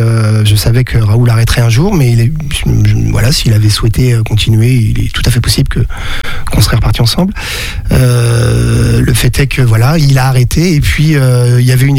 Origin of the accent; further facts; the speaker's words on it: Pays de la Loire, France; j'étais très jeune, j'étais sur la région chalandaise et puis après je me suis installé avec mes parents quand j'étais ado sur Notre-Dame.